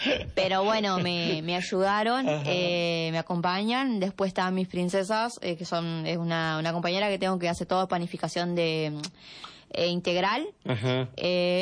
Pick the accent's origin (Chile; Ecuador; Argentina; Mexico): Argentina; Santa Margarita, Santa Fe; moved away; Sí, mi pueblo, ajá, o sea, donde yo soy, ajá, es de Santa Margarita.